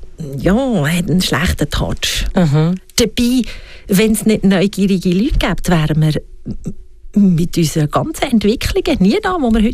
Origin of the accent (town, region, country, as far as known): Switzerland